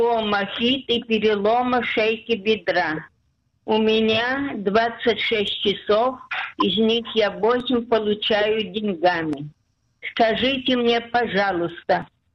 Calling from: Rishon LeZion, Central District, Israel; Я из Ришон-Лициона.

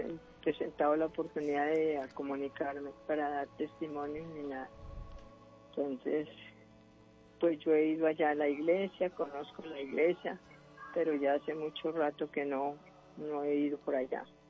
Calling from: San Juan de Rioseco, Cundinamarca, Colombia; Aquí en una vereda lejana del pueblo.

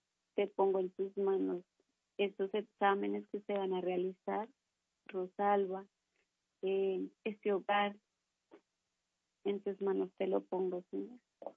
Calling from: Bogotá, Colombia; En Bogotá, Bogotá.

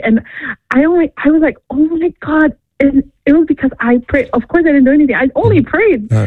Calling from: California, United States; I'm from California

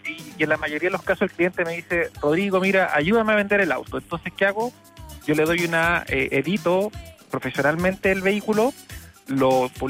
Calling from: Santiago, Santiago Metropolitan Region, Chile; En Ñuñoa, cerquita del Estadio Nacional.

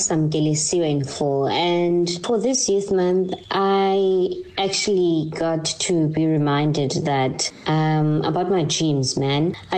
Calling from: Katlehong, Gauteng, South Africa; I'm from Katlehong.

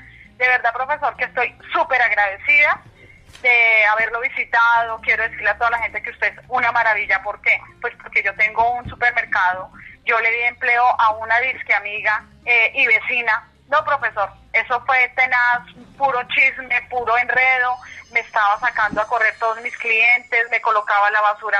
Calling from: Bogotá, Colombia; De Suba la Gaitana

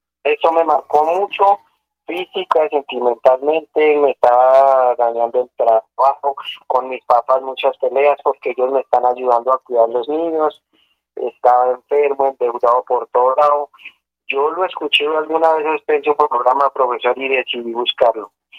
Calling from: Fusagasugá, Cundinamarca, Colombia; Ya llevo 15, 20 años más o menos viviendo aquí en Fusagasugá.

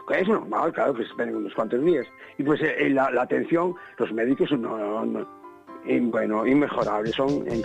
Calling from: Cambados, Galicia, Spain; De Cambados.

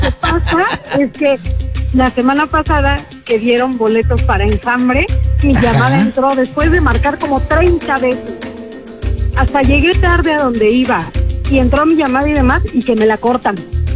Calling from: Gustavo A. Madero, Mexico City, Mexico; De Gustavo Madero.

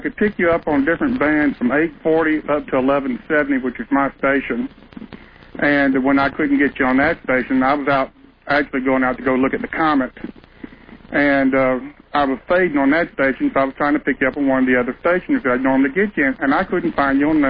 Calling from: Montgomery, Alabama, United States; I'm calling from Montgomery, Alabama.

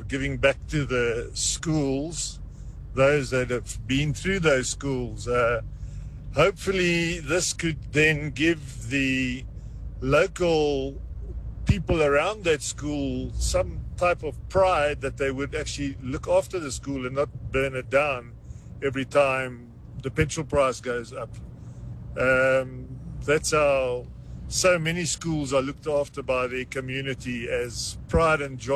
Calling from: Free State, South Africa; Good afternoon … from the States, the Free States.

